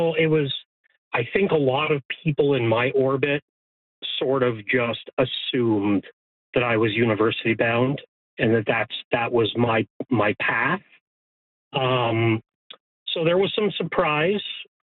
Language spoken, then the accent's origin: English; Toronto, Ontario, Canada; I grew up in Toronto